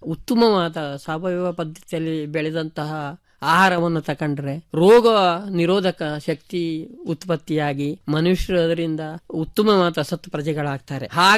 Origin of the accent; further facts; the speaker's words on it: Yellapur, Karnataka, India; ವಯಸ್ಸು 67. ನಾನು ಹುಟ್ಟಿದ್ದು ಯಲ್ಲಾಪುರದಿಂದ ಸಾಧಾರಣ 13-14 ಕಿಲೋಮೀಟರ್ ದೂರ, ಕುಗ್ರಾಮ, ಘಟ್ಟದ ಪ್ರದೇಶ. ಹೋಗ್ಲಿಕ್ಕೆ ರಸ್ತೆ ಇಲ್ಲ